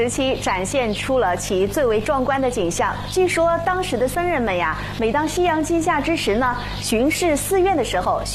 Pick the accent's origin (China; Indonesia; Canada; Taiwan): China; Mingguang, Anhui; 这就是我的家乡明光市女山湖镇